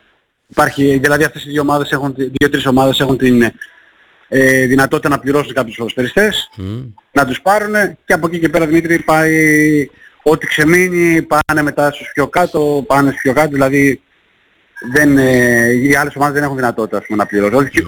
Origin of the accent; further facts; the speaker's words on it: Patras, Western Greece, Greece; είμαστε από την Πάτρα, με βοηθάνε και είναι προς τιμή τους και το σέβομαι.